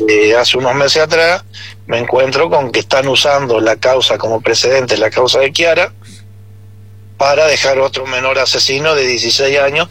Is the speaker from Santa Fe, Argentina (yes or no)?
yes; Rufino, Santa Fe, Argentina; born there; now in Alvear, Argentina; nosotros nacimos en Rufino, Santa Fe, con mis hermanas, porque mi papá se fue a trabajar por aquel lado de chico.